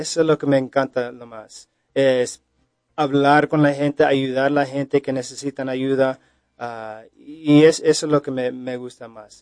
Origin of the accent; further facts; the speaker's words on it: Texas, United States; born there; moved away as an adult; also born or lived in Indio, California / Nicaragua; now in Oklahoma City, United States; Pues yo nací en California, en Indio, California, y estuvimos ahí por unos 10 años y después mi familia se fue, movieron a Texas, y de allí terminé la high school, la secundaria